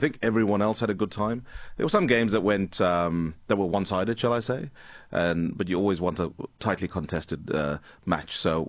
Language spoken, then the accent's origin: English; Zimbabwe; moved away; when I was growing up in Zimbabwe. And after life in Zimbabwe, I've continued in the game